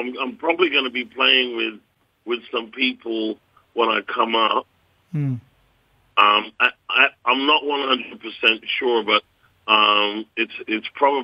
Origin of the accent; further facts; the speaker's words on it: England, United Kingdom; I grew up in England.